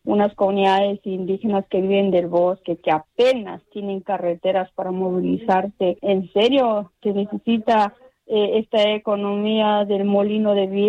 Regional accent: Madre de Dios, Peru; Y así te puedo hablar del Madre de Dios, que es mi realidad. Yo soy peruana, en Madre de Dios.

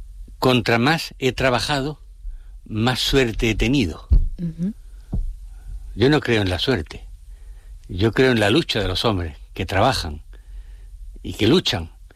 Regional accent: Paris, Île-de-France, France; also born or lived in Andújar, Jaén, Spain; now in Canary Islands, Spain; y a mí me tocó París, ¿no? Y en París es donde realmente me he criado, ¿no?

